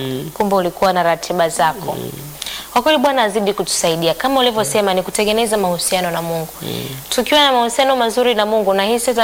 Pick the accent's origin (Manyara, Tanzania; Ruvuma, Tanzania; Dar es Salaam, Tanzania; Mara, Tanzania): Manyara, Tanzania; Bwana ni mwema. … natokea Manyara.